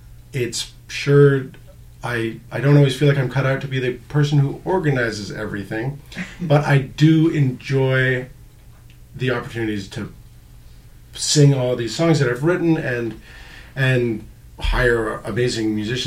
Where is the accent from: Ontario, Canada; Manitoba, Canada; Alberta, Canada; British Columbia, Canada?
British Columbia, Canada; Vancouver; I grew up on Commercial Drive